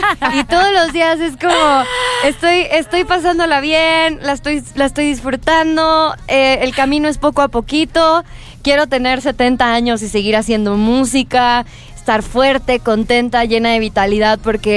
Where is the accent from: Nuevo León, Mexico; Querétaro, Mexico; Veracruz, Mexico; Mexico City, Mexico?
Nuevo León, Mexico; Monterrey; Yo soy de Monterrey.